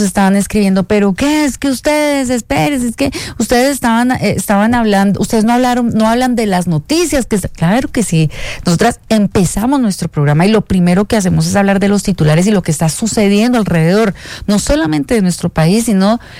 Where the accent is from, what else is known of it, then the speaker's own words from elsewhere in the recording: Colombia; Somos colombianos, somos un país completico y somos muchos colombianos